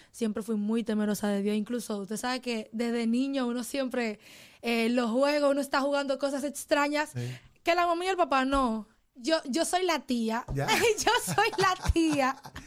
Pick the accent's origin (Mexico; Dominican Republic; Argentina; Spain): Dominican Republic; Los Alcarrizos, Santo Domingo; de donde yo vengo, yo soy de Santo Domingo, Los Alcarrizos, eso es un barrio allá